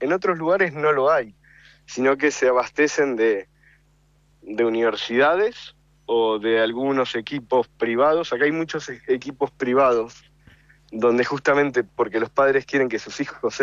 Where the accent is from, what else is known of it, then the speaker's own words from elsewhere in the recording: Buenos Aires, Argentina; No, no, nací en La Boca, pero viví siempre en Núñez, Belgrano.